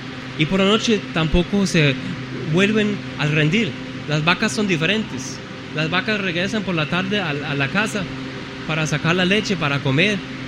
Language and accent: Spanish; Germany; Spanish is a second language; En mi país, en Alemania, hay pastores.